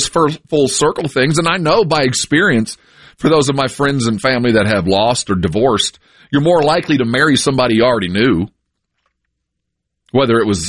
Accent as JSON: {"language": "English", "town": "San Antonio", "region": "Texas", "country": "United States", "said": "I'm from San Antonio."}